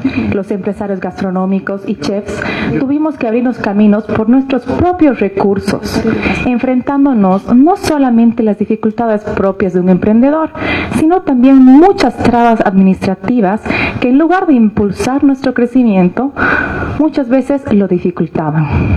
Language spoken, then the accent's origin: Spanish; Bolivia; moved away as an adult; Bueno, hace 21 años salí de Bolivia a estudiar gastronomía con la firme convicción de no volver.